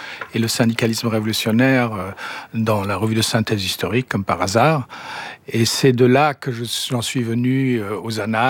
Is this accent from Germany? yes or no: yes; Germany; French is a second language; En tant qu'Allemand, je voulais d'abord travailler en plus, non pas sur les nazis comme beaucoup d'amis et de camarades